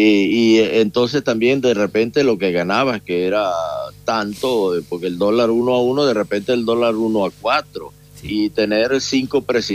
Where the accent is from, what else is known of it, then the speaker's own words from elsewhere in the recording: Carora, Lara, Venezuela; nosotros en Carora, en mi pueblo, en Venezuela, que donde también estoy viviendo ahora